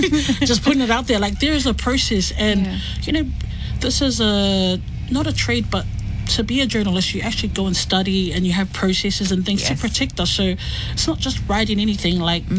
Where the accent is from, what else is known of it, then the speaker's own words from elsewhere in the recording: New Zealand; a Pacific woman, or growing up in New Zealand